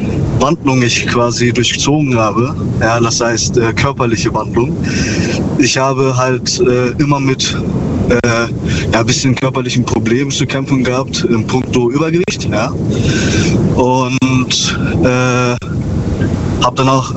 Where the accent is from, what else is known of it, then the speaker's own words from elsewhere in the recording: Ravensburg, Baden-Württemberg, Germany; Aus Ravensburg.